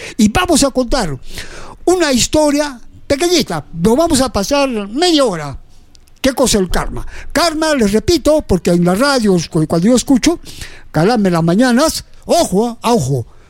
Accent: Peru

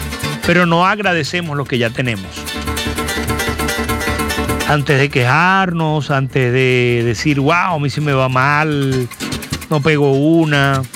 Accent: San Carlos, Cojedes, Venezuela; el de Barrio Nuevo, el de San Carlos, el de Cojedes

